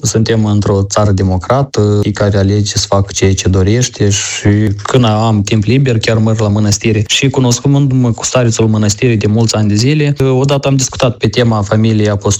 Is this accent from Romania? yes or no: no; Alcedar, Șoldănești District, Moldova; satul meu natal